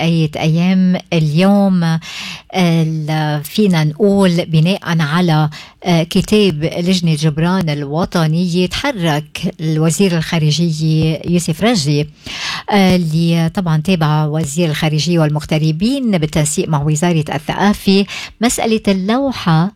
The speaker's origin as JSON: {"language": "Arabic", "country": "Lebanon", "said": "نحن أكيد كلبنانيين"}